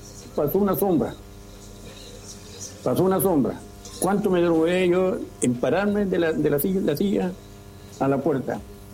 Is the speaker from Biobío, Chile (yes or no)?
yes; Coronel, Biobío, Chile; Yo 76 años ya. Nací y criado aquí en Schwager.